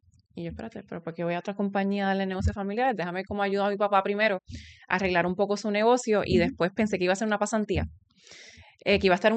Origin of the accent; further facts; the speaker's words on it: Puerto Rico; born there; moved away as an adult; also born or lived in New York / Amsterdam; Nací en Puerto Rico, egresada de la Universidad de Mayagüez, ingeniería química